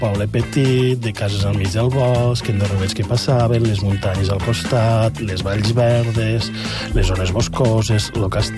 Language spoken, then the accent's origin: Catalan; Campredó, Catalonia, Spain; also born or lived in Paüls; Ara mateix m'ha sentat aquí a Terres de l'Ebre. Jo sóc de Campredó, mig de Campredó, mig de Paüls.